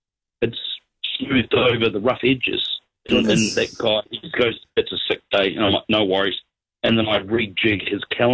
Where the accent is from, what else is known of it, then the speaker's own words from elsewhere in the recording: New Zealand; So, as you know, I, being a Kiwi, you know, you put a little bit of crap on the Aussies, but I hope they do well.